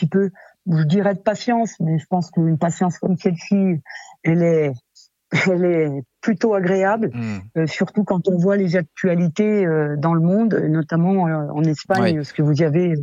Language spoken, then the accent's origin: French; Pralognan-la-Vanoise, Auvergne-Rhône-Alpes, France; je suis née à Pralognan